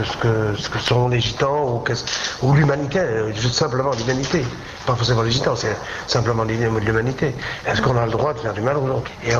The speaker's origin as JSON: {"language": "French", "country": "France", "said": "évidemment, je suis français, j'habite en France, et la France, c'est mon pays."}